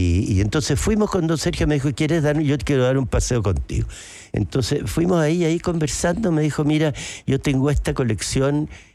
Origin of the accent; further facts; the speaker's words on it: Chile; Todos somos indígenas los chilenos, todos tenemos sangre indígena.